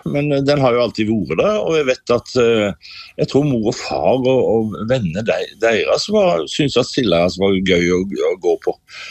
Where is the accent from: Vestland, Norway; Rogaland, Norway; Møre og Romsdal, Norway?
Rogaland, Norway; Sauda; jeg er ikke fra Haugesund, det vet alle, men jeg er fra Sauda, og mor og far hadde sterkt tilknyttet til Haugesund, og alle mine onkler og tanter var der.